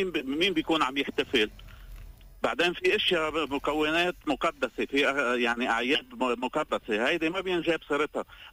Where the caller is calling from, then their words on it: Lebanon; نحن اللبنانيه، نحن بلبنان